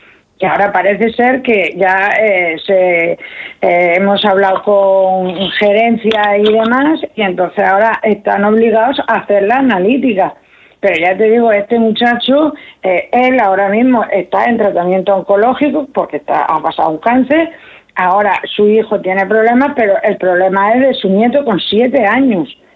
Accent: Galicia, Spain; moved away; yo mi intención en un tiempo había sido irme a mi tierra, a Galicia, que yo soy de allí.

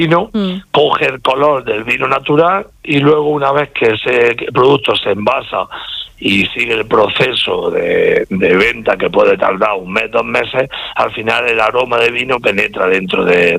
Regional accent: Calasparra, Region of Murcia, Spain; yo soy de Calasparra, de la zona de Caravaca

